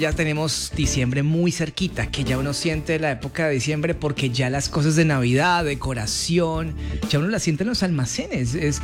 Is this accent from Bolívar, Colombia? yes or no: no; Cali, Valle del Cauca, Colombia